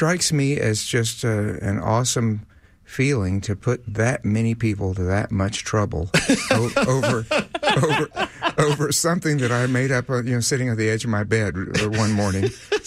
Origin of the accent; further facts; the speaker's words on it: Houston, Texas, United States; Well, you know, I'm very excited to play with my hometown symphony. Yeah. I've been to concerts at Jones Hall many times. When I was in grade school at Trinity Lutheran School in North Harris County in Klein, we would come once a year to Jones Hall